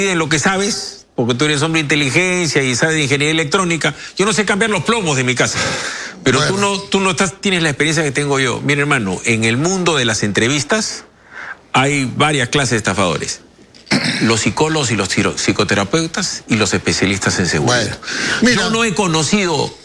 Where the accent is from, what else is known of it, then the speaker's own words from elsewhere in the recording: Trujillo, La Libertad, Peru; Hermano, yo soy de Trujillo.